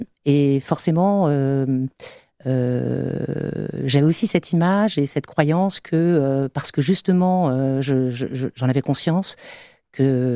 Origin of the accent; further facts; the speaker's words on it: Puteaux, Île-de-France, France; born there; Alors je suis née en 1971 à Puteau, un département des Hauts-de-Seine, dans une famille immigrée, très modeste